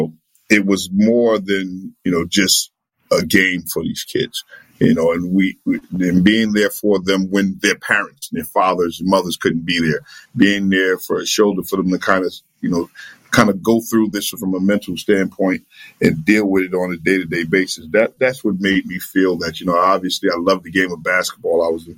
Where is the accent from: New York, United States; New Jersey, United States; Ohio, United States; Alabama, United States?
New York, United States; Bronx; growing up in the South Bronx, ironically, I didn't know how tough it was until I got older because everyone was going through the same thing.